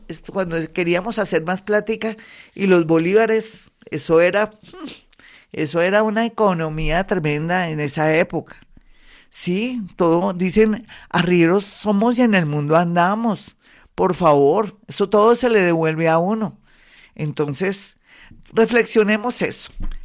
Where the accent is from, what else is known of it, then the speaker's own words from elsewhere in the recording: Colombia; como somos los colombianos, la berraquera. Es que nosotros, los colombianos